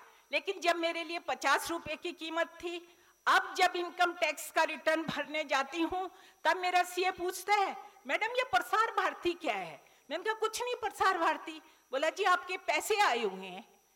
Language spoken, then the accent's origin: Hindi; Haryana, India; मैं एक ग्रामीण अंचल से हूँ, एक जाट परिवार से हूँ, सै और शै का अंतर ही नहीं पता था